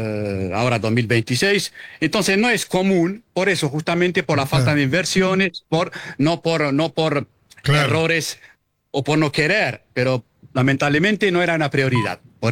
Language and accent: Spanish; Algeria; Y también acá se aprovecha mucho porque no somos como Argentina que va a todos los mundiales. Argelia va cada dos, tres mundiales. El último fue Brasil, donde pasamos a la segunda vuelta